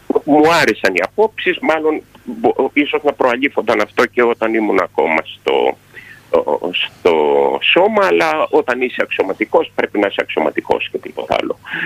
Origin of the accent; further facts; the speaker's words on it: Central Greece, Greece; εγώ, επειδή είμαι Ρουμελιώτης και είμαστε δωρείς εμείς, έτσι.